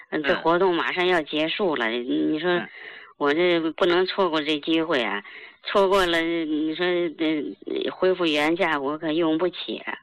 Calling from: Tianjin, China; 我是天津的。

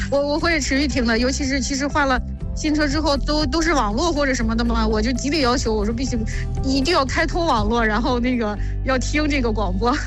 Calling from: Shijiazhuang, Hebei, China; 我就是石家庄的。

